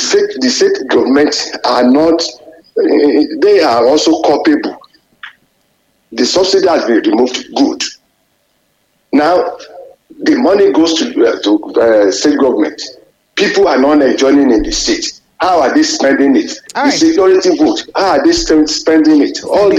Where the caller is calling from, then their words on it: Ibadan, Oyo, Nigeria; calling from Ibadan.